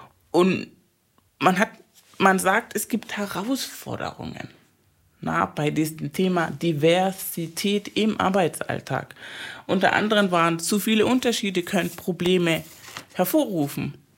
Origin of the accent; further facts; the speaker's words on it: Venezuela; moved away; Ich bin ja aus Venezuela